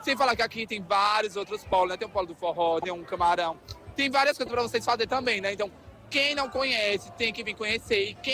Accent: Caruaru, Pernambuco, Brazil; Nascido e criado aqui em Caruaru

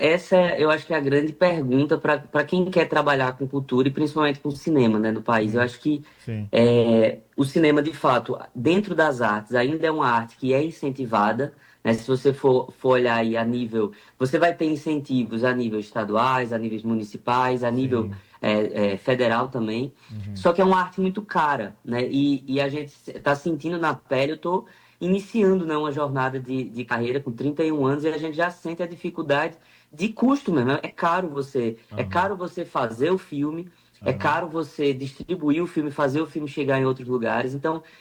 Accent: Caruaru, Pernambuco, Brazil; eu venho do interior de Caruaru, hoje moro em Caruaru, estou aqui, inclusive.

